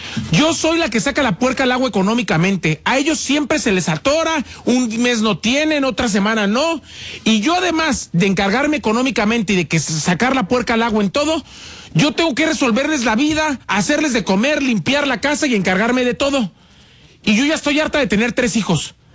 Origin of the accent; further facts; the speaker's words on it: Romita, Guanajuato, Mexico; En julio voy a mi pueblo Romita, Guanajuato, por 10 días.